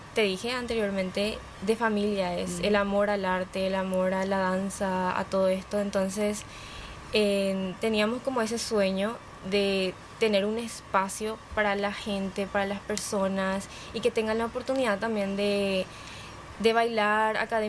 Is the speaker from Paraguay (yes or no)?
yes; San Lorenzo, Central, Paraguay; nosotras somos de la ciudad de San Lorenzo.